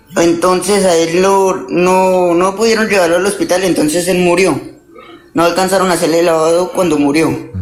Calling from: Bogotá, Colombia; Me comunico desde Bogotá.

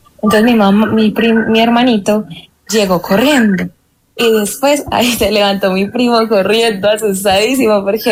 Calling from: Medellín, Antioquia, Colombia; Desde Medellín, pero antes quiero aclarar que soy la prima de Matías.

